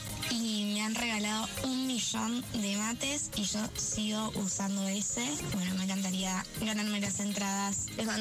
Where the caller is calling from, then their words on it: San Miguel, Argentina; soy de San Miguel.